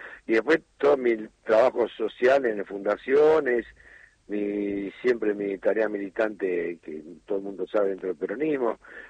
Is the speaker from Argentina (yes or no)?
yes; Escobar, Buenos Aires Province, Argentina; now in San Isidro, Argentina; Ahora estoy viviendo en San Isidro, pues yo soy oriundo de Escobar, muy conocida en una época por ser la capital nacional de la flor.